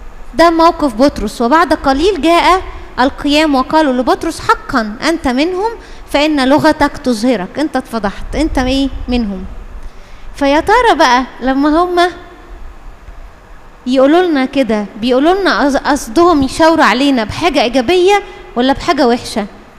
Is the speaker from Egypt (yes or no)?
yes; Upper Egypt, Egypt; انا اساسا اصلي من الصعيد